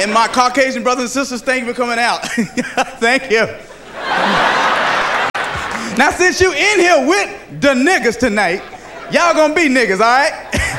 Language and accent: English; Atlanta, Georgia, United States; I'm from Atlanta, Georgia